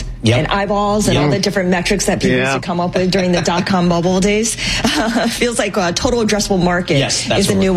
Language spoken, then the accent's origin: English; New York, United States; Can I, as a New Yorker, buy New Jersey muni bonds